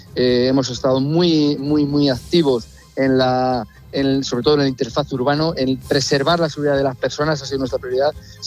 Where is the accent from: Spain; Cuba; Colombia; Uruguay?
Spain; Navaluenga, Castile and León; conociendo a mi pueblo como le conozco, conociendo al tejido empresarial, conociendo a las personas de Navalonga, creo que vamos a resurgir de nuestras cenizas